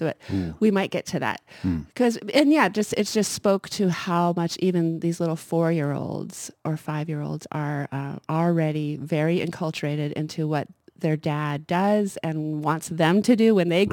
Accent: Missoula, Montana, United States; I grew up in Missoula

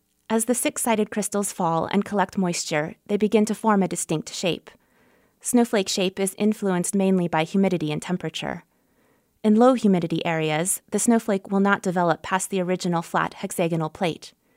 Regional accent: Hillsboro, Oregon, United States; now in Montana, United States; I am from Hillsboro, Oregon, where the snow falls in wet, indistinguishable clumps. When I moved to Montana

